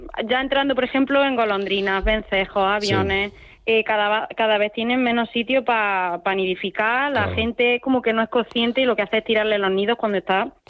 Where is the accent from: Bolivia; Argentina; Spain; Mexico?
Spain; Villacarrillo, Andalusia; cuando voy de visita a mi pueblo, en Villacarrillo y en Jaén